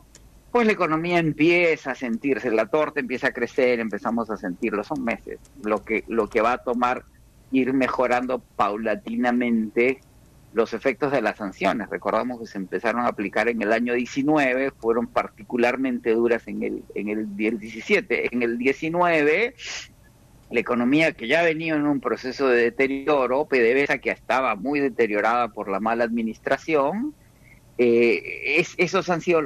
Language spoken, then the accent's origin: Spanish; Peru; now in Venezuela; Yo soy peruano, nací, me crecí en el Perú, pero soy venezolano también